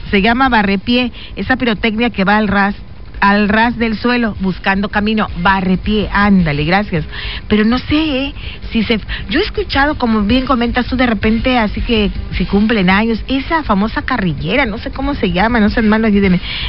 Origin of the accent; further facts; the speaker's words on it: Mexico; así somos los mexicanos